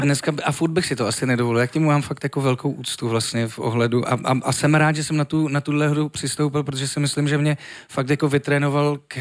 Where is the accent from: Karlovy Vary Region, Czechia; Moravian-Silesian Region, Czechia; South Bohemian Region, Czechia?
Moravian-Silesian Region, Czechia; Třinec; A když mi bylo 14-15, to byli jsme se projít po Třinci, odkud pocházím